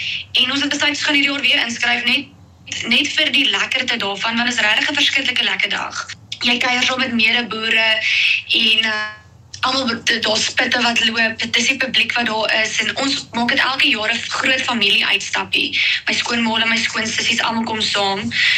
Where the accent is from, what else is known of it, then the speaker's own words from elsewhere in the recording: Klerksdorp, North West, South Africa; moved away as an adult; now in George, South Africa; ek kom oorspronklik van Klerksdorp van Noordwes. Ek het in 2022 kies het ek hier na toe getrek, George toe, om presies te wees. En toe het ek vir Stefan daar ontmoet en 2024 toe trek ek plaas toe.